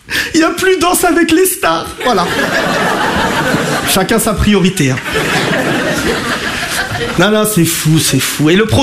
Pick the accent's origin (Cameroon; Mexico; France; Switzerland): France; Je préfère qu'on en parle et je suis français. Oui, oui, je suis français, pas de malentendu.